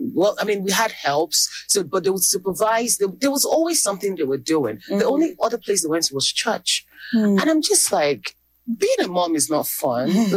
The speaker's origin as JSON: {"language": "English", "town": "Owerri", "region": "Imo", "country": "Nigeria", "tie": "born or raised there", "said": "In Owerri. I grew up in Owerri."}